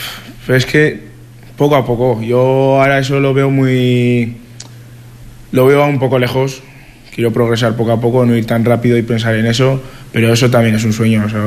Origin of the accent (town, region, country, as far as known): Ejea de los Caballeros, Aragon, Spain